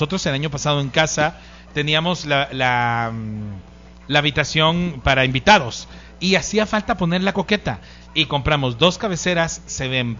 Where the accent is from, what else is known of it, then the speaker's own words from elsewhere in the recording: Salamá, Baja Verapaz, Guatemala; en mi pueblo, en la hermana República de Salamá